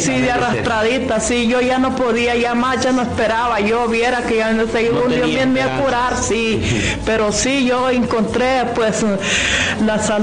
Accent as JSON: {"language": "Spanish", "region": "Comayagua", "country": "Honduras", "said": "Yo vengo de acá del sitio."}